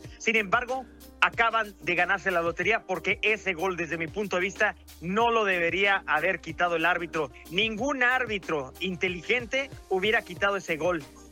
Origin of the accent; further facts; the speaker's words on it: Mexico; now in Miami, United States; soy mexicano